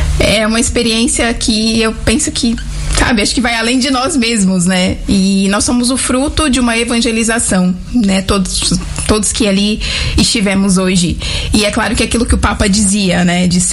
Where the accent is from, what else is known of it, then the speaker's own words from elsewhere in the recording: Paranaíba, Mato Grosso do Sul, Brazil; Eu sou de um lugar quente, de um lugar acolhedor do Mato Grosso do Sul, do coração, né? Do país, do Centro-Oeste. Eu venho de Paranaíba, no Mato Grosso do Sul.